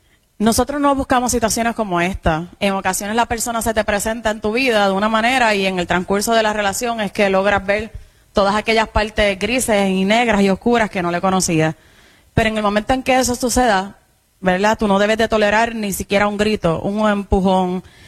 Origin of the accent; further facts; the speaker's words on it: Yabucoa, Puerto Rico; moved away; Actualmente no estoy viviendo en Yabucoa, pero soy natural de Yabucoa.